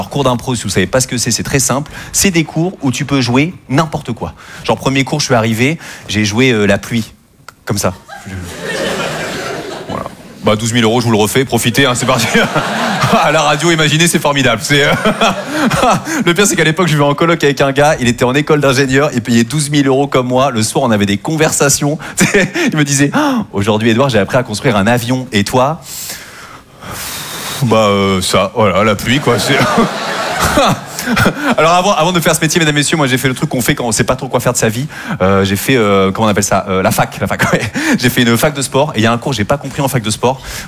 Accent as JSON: {"language": "French", "region": "Normandy", "country": "France", "said": "parce que moi je viens de Normandie et j'ai eu beaucoup de mal avec les élèves du cours Florent."}